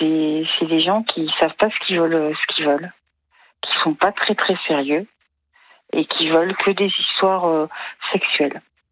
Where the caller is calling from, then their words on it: Clermont-Ferrand, Auvergne-Rhône-Alpes, France; je suis à Clermont-Ferrand, moi.